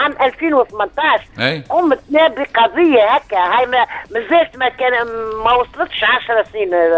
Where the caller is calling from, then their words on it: Kasserine, Kasserine Governorate, Tunisia; نكلم فيكم القصرين